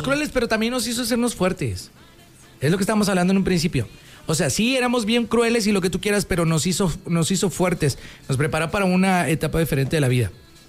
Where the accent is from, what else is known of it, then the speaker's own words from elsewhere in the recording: Mexico; Somos mexicanos.